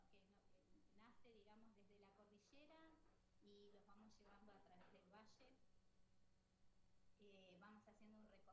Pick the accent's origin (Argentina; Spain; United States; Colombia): Argentina; Zapala, Neuquén; Sí, yo soy de Zapala, nacida y criada acá en Zapala.